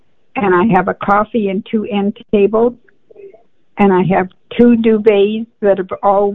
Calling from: Portage la Prairie, Manitoba, Canada; Portage Prairie.

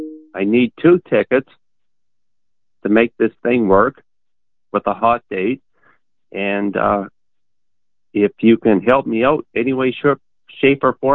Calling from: Neepawa, Manitoba, Canada

